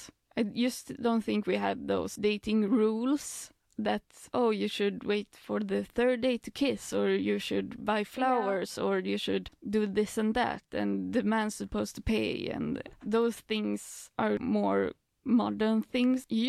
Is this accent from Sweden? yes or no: yes; Sweden; when you're Swedish